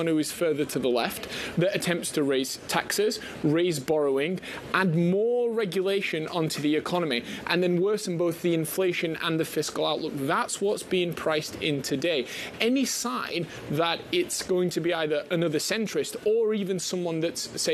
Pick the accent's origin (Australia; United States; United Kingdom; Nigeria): United Kingdom; and I say this just as a Brit observing the politics